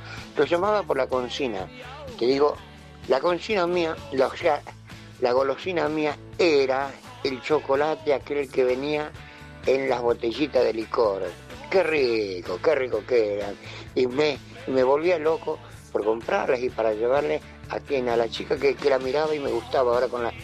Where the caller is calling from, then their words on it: González Catán, Buenos Aires Province, Argentina; Te digo, mi número son 954 y soy de acá, de González Catán. Vivo solo, tengo 76 años.